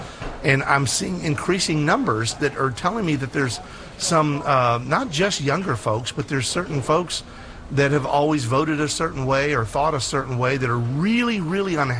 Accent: United States; In saying that I'm an American, and I appreciate everyone who did that.

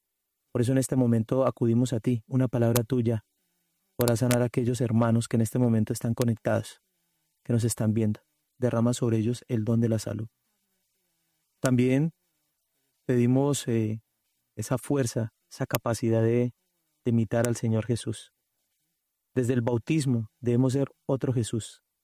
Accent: Puerto Boyacá, Boyacá, Colombia; now in Cali, Colombia; yo soy de Puerto Boyacá, Boyacá.

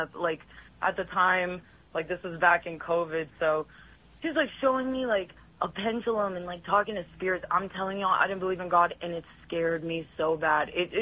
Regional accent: Israel; English is a second language; Because I'm Jewish and I'm from Israel and I was raised Jewish

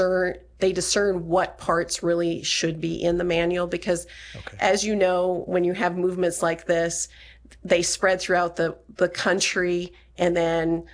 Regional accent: Florence, South Dakota, United States; And I grew up in Florence, which is up by Watertown.

